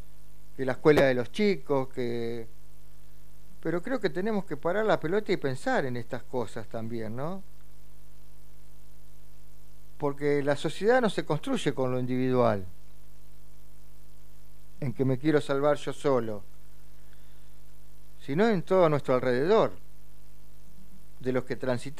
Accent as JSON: {"language": "Spanish", "country": "Argentina", "said": "Y nos concientizamos de lo que nos pasa como argentinos, ¿no? Como ciudadanos de este país"}